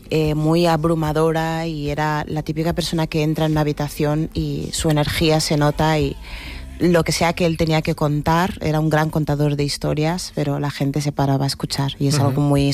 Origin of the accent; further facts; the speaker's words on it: Lisbon, Portugal; now in Madrid, Spain; yo he crecido en Lisboa